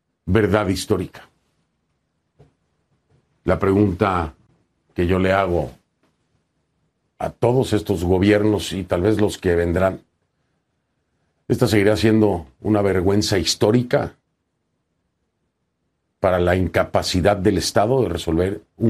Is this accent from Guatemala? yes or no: no; Mexico; soy mexicano